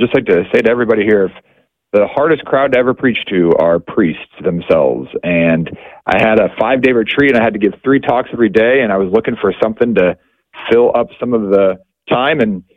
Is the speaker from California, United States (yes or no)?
no; Waukesha, Wisconsin, United States; Yeah, so as a young Catholic, I was raised in Waukesha, Wisconsin, and my mother took us to Stations of the Cross every Friday night during Lent at our parish.